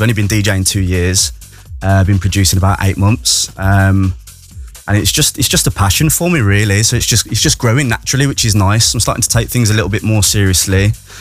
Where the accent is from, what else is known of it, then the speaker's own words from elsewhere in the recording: Stourbridge, West Midlands, United Kingdom; now in near Birmingham, United Kingdom; I'm from the Black Country, yes. Originally, so I grew up in Stourbridge, but I live just outside of Birmingham now.